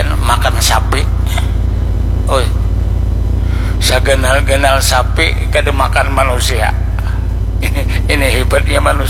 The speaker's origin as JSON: {"language": "Indonesian", "region": "South Kalimantan", "country": "Indonesia", "said": "Ya bahasa kita orang Banjar, paharatnya tupang deh."}